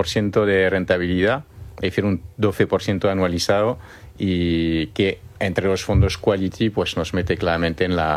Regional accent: Paris, Île-de-France, France; moved away as an adult; now in Spain; yo soy de París y bueno, empecé ahí.

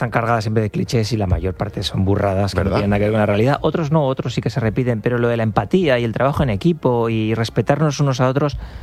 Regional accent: La Rioja, Spain; also born or lived in Zaragoza; now in San Sebastián, Spain; Soy riojano, trabajaba, ejercía en Zaragoza, pero llevo 5 años en San Sebastián.

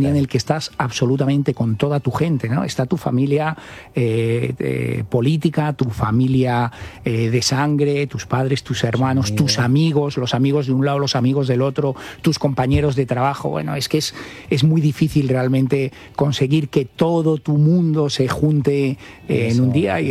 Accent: Cigales, Castile and León, Spain; also born or lived in Valladolid / Asturias; nos casamos en Cigales, que era mi pueblo.

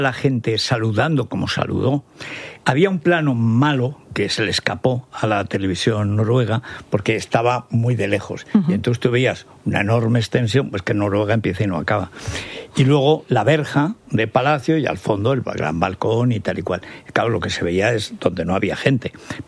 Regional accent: Teruel, Aragon, Spain; Y yo, que eso no soy nada noruego, porque en Teruel somos pocos noruegos

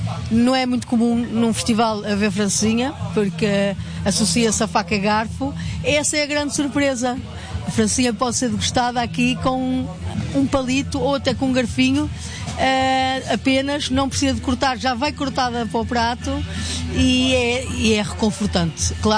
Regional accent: Norte, Portugal; eu sou do Norte, não é?

